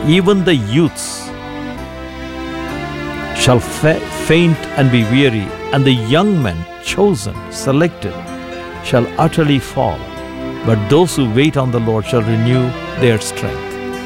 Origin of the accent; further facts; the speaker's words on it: India; moved away as an adult; also born or lived in Chennai; In my hometown of India